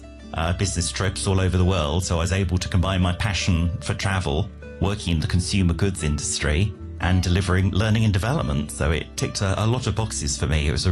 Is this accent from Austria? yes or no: no; Singapore; moved away; It's interesting because I came from Singapore, but there were still big differences in Hong Kong.